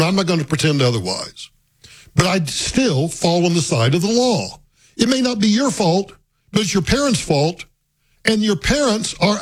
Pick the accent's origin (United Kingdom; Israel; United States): United States